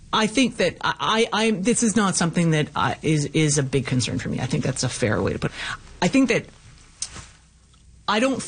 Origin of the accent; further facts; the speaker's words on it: Calgary, Alberta, Canada; because I grew up in Calgary. My parents are in Lethbridge.